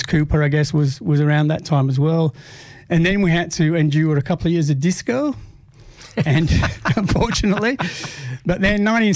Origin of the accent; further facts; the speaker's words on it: Huddersfield, Yorkshire and the Humber, United Kingdom; I was. Local boy.